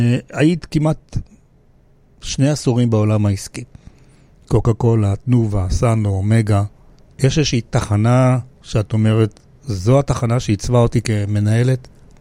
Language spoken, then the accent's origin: Hebrew; Bat Yam, Tel Aviv District, Israel; גילינו גם ששנינו בני אותו גיל, וגדלנו באותו אזור, באותה עיר, אפשר להגיד בת ים של שנות ה-70.